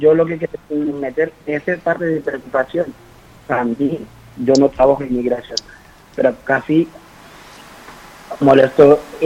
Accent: Senegal; accent: Argentine; Spanish is a second language; also born or lived in Buenos Aires, Argentina; now in Canary Islands, Spain; yo vivo, soy senegalés, pero vivía en Buenos Aires, por eso hablo un poco español.

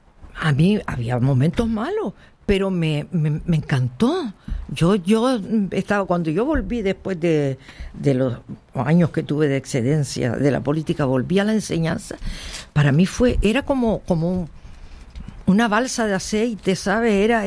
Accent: Canary Islands, Spain; born there; A mí cuando me dicen, ¿tú eres canaria? Digo, sí. Yo me siento canaria total, porque aquí nací y aquí estoy. Pero al mismo tiempo soy europea, soy africana también, soy ciudadana del mundo.

